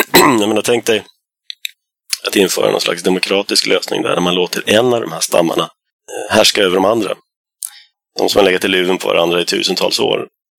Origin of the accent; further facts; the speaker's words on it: Sweden; Som svensk